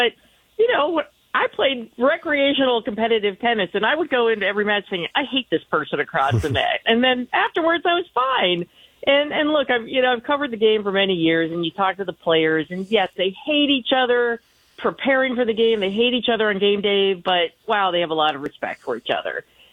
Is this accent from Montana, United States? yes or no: no; Ohio, United States; I grew up in Ohio. I love the game.